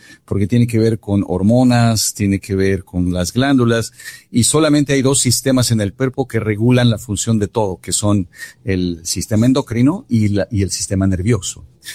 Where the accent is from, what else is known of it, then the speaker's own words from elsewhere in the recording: Mexico City, Mexico; moved away; Hugo Sánchez nació en el barrio donde yo crecí, en Ciudad de México.